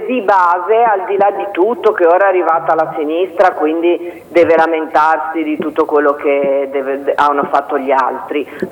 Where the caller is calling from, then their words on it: Genoa, Liguria, Italy; io sono da Righi